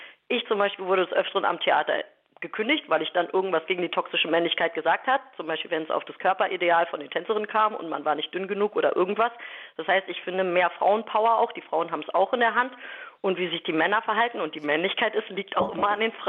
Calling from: Berlin, Germany; ich komme aus Berlin.

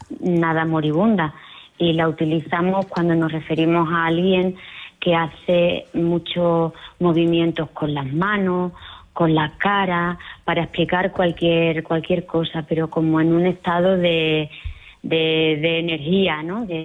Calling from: Badajoz, Extremadura, Spain; llamo desde Badajoz.

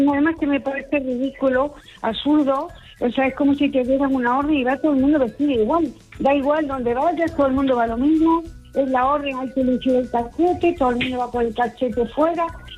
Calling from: Madrid, Community of Madrid, Spain; Yo de Madrid.

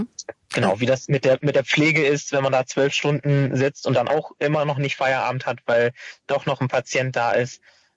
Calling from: Bad Laer, Lower Saxony, Germany; Bad Lahr, das ist genau 8 Kilometer von der Grenze entfernt.

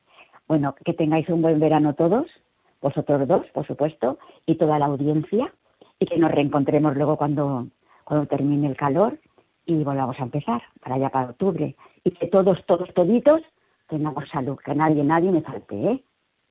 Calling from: Elda, Valencian Community, Spain; de Elda, en Alicante.

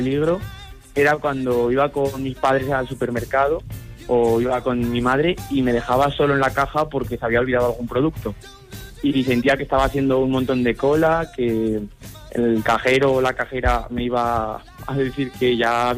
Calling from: Zaragoza, Aragon, Spain; de Zaragoza.

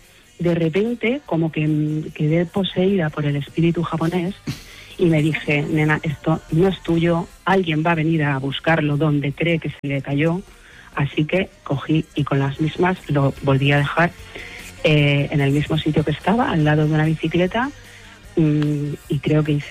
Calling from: Spain; Y yo, como soy española

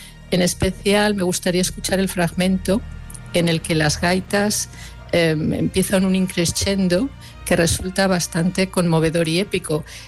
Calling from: Zaragoza, Aragon, Spain; de Zaragoza

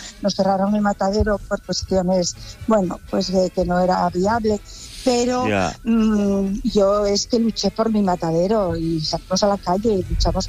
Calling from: Pola de Siero, Asturias, Spain; yo trabajé en el Ayuntamiento de Siero, soy de Pola de Siero, en Asturias.

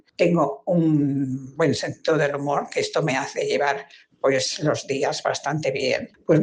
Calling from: Barcelona, Catalonia, Spain; de Barcelona.

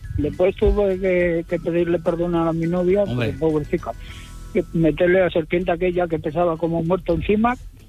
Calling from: Salou, Catalonia, Spain; Buenos días … de Salou.

